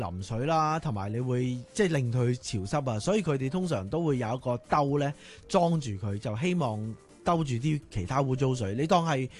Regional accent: Guangdong, China; accent: Cantonese; 我哋广东话叫做沤咗出嚟咧

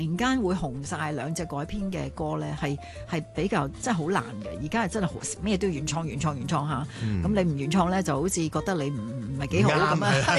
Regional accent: Hong Kong; 我哋香港人嘅成長咯。

